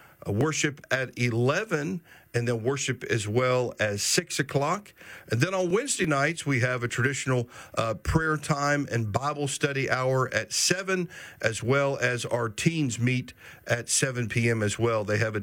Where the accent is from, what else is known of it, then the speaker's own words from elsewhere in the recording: Prince William County, Virginia, United States; moved away; I grew up there in Prince William County in Northern Virginia